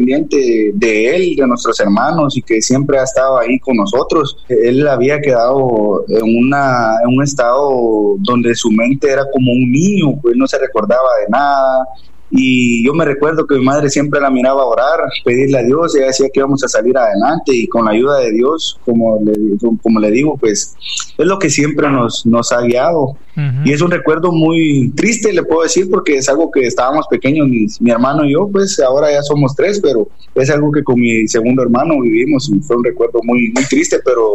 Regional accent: Zacapa, Guatemala; Yo soy originario de Zacapa, de aquí de Guatemala. Soy de una familia que desde pequeñitos nuestros padres y abuelos nos llevaban a la iglesia.

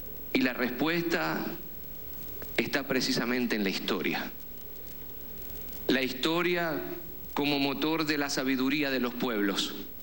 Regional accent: Venezuela; ¿Bajo qué espíritu pensarnos como república, pensarnos como venezolanos?

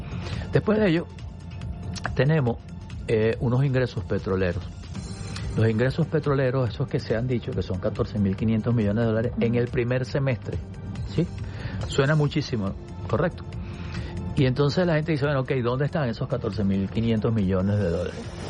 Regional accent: Venezuela; yo como venezolano lo siento en mi bolsillo.

